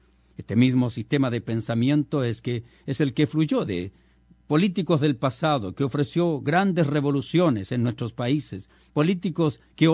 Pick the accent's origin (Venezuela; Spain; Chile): Chile; Como chileno y como muchos otros países, tengo la posibilidad de entrar a sus hogares, entrar a los hogares de mis compatriotas.